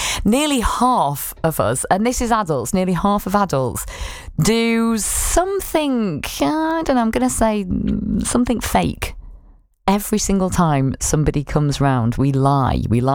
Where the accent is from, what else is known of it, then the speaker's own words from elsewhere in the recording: United Kingdom; Well, we do, but I think when it comes to tea, you know, we're British.